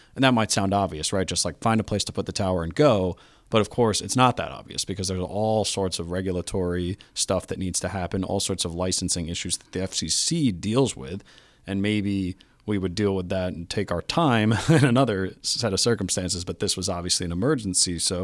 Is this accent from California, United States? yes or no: no; New York City, New York, United States; I'm from New York City, of course, huge Puerto Rican population there, so it makes sense that they would want to chip in.